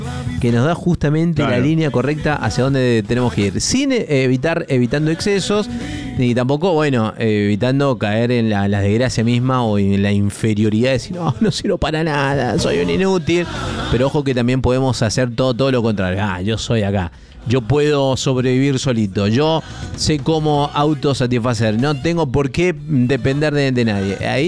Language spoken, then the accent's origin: Spanish; Argentina